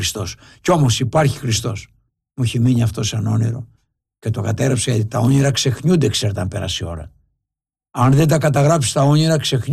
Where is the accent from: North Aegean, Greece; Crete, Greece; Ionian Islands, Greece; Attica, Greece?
Ionian Islands, Greece; Egklouvi; όπως είναι από το χωριό μου τώρα με εγκλουβί, που έλεγα και χθες, βγάζουμε και τη φοβερή φακή εγκλουβής